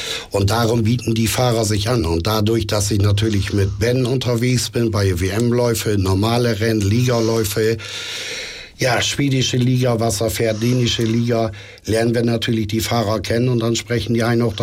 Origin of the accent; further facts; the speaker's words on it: Bremen, Germany; moved away; ursprünglich als Bremer